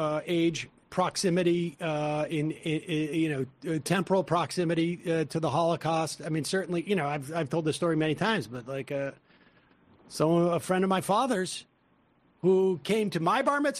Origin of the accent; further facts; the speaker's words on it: Worcester, Massachusetts, United States; I grew up in Worcester, Massachusetts. It was not not the most Jewish of places, but we were, in Hebrew school.